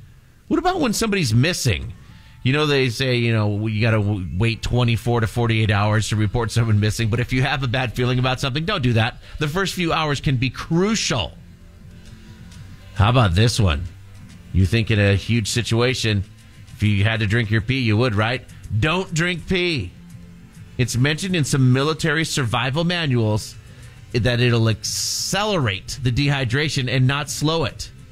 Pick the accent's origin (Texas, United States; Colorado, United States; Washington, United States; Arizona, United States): Washington, United States; Seattle; I remember growing up in Seattle